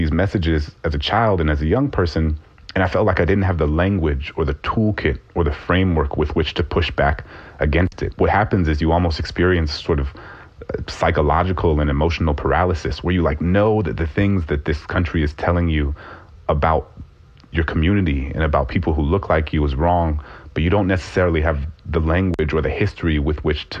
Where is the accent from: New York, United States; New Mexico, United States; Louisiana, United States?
Louisiana, United States; New Orleans; watching the statues, these Confederate statues in my hometown of New Orleans, come down in May of 2017.